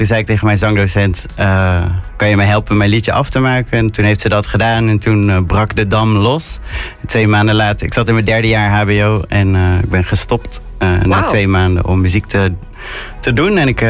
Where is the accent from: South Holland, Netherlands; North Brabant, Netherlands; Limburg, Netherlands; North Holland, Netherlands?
North Brabant, Netherlands; 's-Hertogenbosch; moved away as an adult; also born or lived in Breda; Ik kwam uit Den Bosch